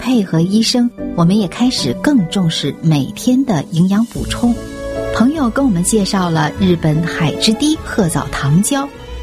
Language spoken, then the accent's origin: Chinese; United States; 结果啊，一年播两次钟，咱们美国人是吵了几十年，这次他又卡住了。